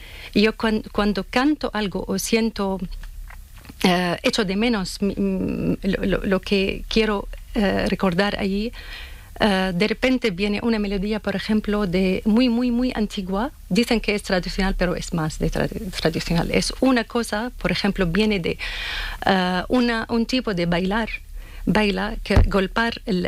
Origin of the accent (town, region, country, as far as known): Damascus, Damascus Governorate, Syria; born or raised there; Spanish is a second language; also born or lived in Homs